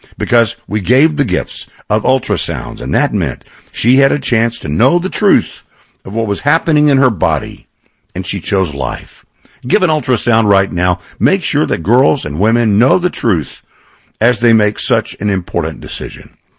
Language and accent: English; Texas, United States; It's not true in my home state of Texas.